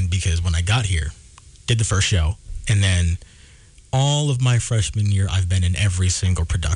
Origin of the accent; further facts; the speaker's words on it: Harrisburg, Pennsylvania, United States; born there; moved away as an adult; Well, mainly I came from Central PA. I was born in Harrisburg.